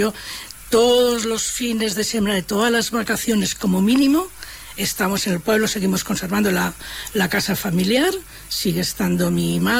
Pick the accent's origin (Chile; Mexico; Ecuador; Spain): Spain; Tudelilla, La Rioja; also born or lived in Pradejón / Calahorra; Soy de Tudelilla, como siempre he dicho, ejerzo de pueblo, ejerzo de Tudelilla.